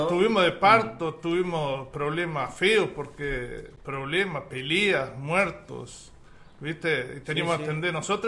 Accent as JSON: {"language": "Spanish", "region": "Tacuarembó", "country": "Uruguay", "tie": "born or raised there", "said": "Yo nací en Laureles, más específicamente. Soy de Paso Fialo, ahí, antes de llegar a Laureles. Y me crié ahí"}